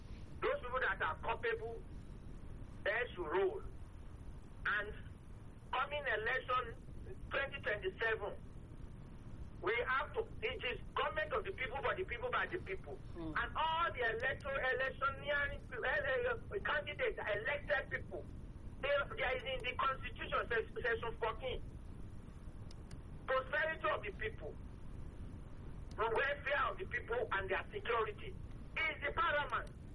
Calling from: Nigeria

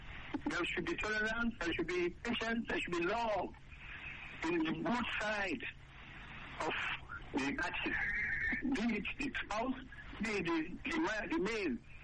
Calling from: Nigeria; I'm calling from Sleja.

